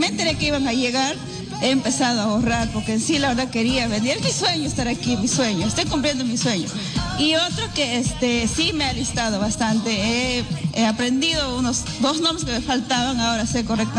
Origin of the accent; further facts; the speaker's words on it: Huánuco, Peru; Yo vengo de Huánuco, vengo con dos personas más que nos vamos a reemplazar para quedarnos acá en la fila.